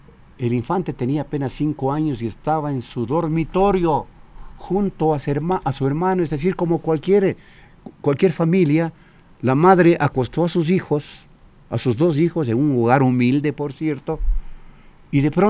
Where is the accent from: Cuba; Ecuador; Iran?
Ecuador